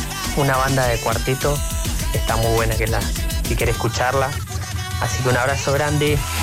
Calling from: Argentina; estamos viviendo acá en Argentina. Somos argentinos. Estamos acá en Villa La Angostura. Pegado entre lagos.

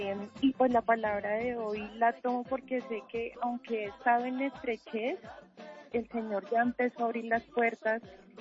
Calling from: Bogotá, Colombia; En Bogotá

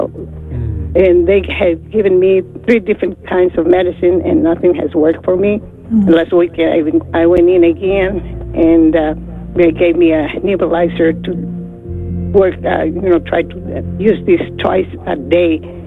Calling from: Cedar Park, Texas, United States; from Cedar Park, Texas.

